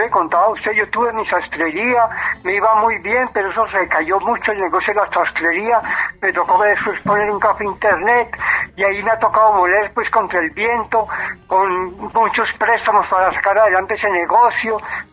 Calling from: Medellín, Antioquia, Colombia; Del barrio Luis López de Neza, aquí en Medellín

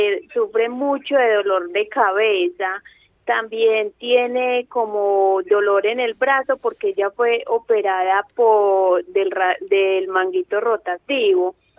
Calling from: Medellín, Antioquia, Colombia; De acá, de San Antonio del Prado.

